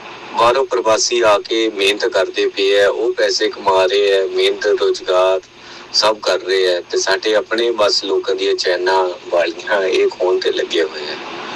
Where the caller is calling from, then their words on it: Oman; From Oman ਤੋਂ।